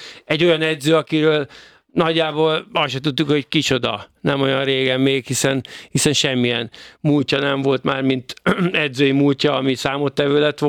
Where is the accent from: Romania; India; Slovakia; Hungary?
Hungary